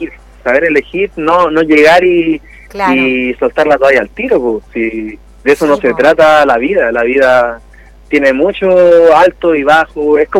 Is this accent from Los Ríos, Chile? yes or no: no; Paine, Santiago Metropolitan Region, Chile; Yo soy de Paine, la verdad.